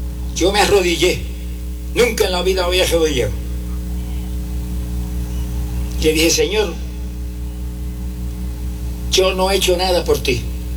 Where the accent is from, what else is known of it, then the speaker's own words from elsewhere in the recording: Camuy, Puerto Rico; Y en mi pueblo de Camuy, en esa época, ya eso no existe